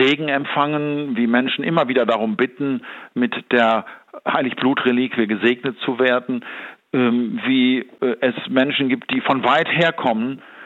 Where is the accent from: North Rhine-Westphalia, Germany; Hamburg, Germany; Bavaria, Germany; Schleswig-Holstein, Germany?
North Rhine-Westphalia, Germany; Ich bin gebürtiger Münsterländer aus Westfalen, und in der Nähe meines Heimatortes, in der Nähe von Osnabrück